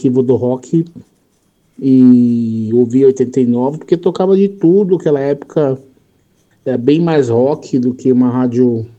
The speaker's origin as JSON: {"language": "Portuguese", "town": "Santo André", "region": "São Paulo", "country": "Brazil", "tie": "born or raised there", "said": "sou do ABC originalmente, né? Uhum. E lá no ABC, eu ouvia muito rock, né? Eu era mais jovem, meus 12, 13, 15 anos e... Naquela época eu já ouvia rock, procurava rock, era de Santo André"}